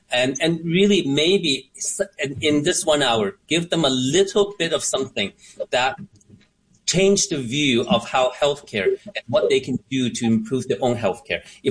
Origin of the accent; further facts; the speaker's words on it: Canada; Now, I am Chinese. I grew up in Canada